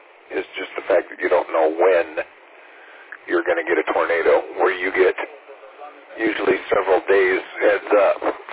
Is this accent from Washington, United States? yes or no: yes; Washington, United States; Now, I was raised in Washington State. I actually used to, basically was a hellion where Microsoft main campus is now. It was just a mile away from where I was raised.